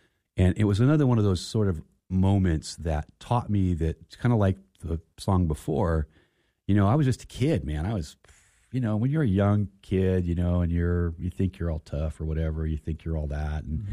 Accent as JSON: {"language": "English", "town": "Phoenix", "region": "Arizona", "country": "United States", "tie": "born or raised there", "said": "When I was a kid, when I was growing up in Phoenix"}